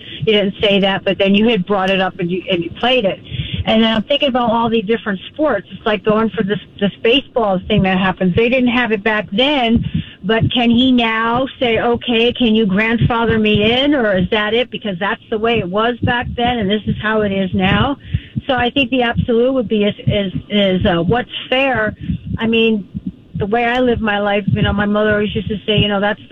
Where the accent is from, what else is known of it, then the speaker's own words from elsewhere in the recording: Connecticut, United States; now in California, United States; I never heard this thing until I moved to California. I'm originally from Connecticut.